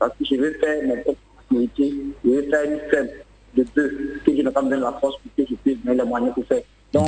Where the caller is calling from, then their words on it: Abidjan, Côte d’Ivoire; Je vous appelle de Riviera 3.